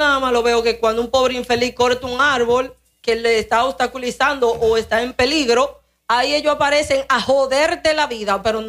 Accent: Dominican Republic; somos dominicanos

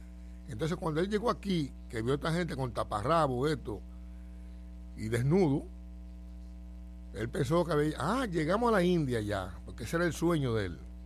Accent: Nagua, María Trinidad Sánchez, Dominican Republic; en el municipio de donde yo soy, de Nagua

